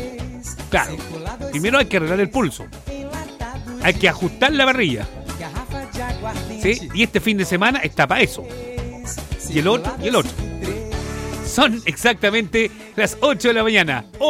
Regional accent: Chile; los chilenos somos hijos del rigor.

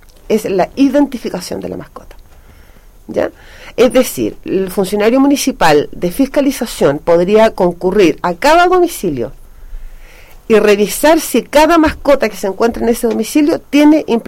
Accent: Chile; lamentablemente somos chilenos

